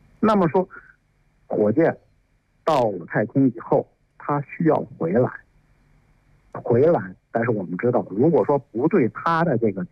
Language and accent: Chinese; China